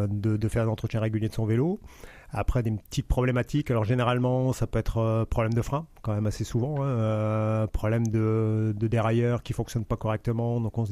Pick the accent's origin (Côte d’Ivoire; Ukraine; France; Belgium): France; moved away; Je suis parti de la France la première fois en 1998.